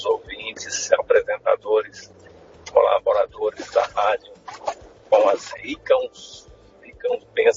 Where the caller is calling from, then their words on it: Novo Horizonte do Norte, Mato Grosso, Brazil; aqui de Novo Horizonte do Norte, Mato Grosso.